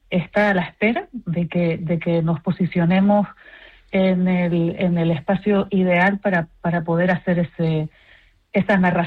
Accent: Canary Islands, Spain; quiénes somos las personas de Canarias

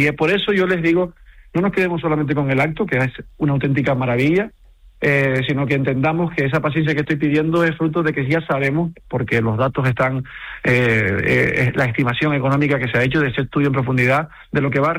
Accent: San Cristóbal de La Laguna, Canary Islands, Spain; me siento orgulloso como lagunero, me siento orgulloso como canario

